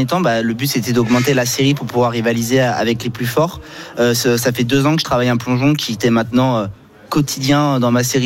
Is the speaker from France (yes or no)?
yes; Lyon, Auvergne-Rhône-Alpes, France; Moi, j'ai grandi à Lyon. J'ai fait primaire, collège, lycée là-bas